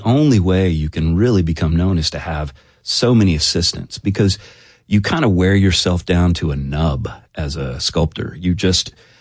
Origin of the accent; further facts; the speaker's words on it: Prattville, Alabama, United States; You know, it was very green. A lot of kudzu, a lot of red clay hills that are kind of lovely to spend some time with, but it's fairly quiet, you know, a lot of fireflies at night.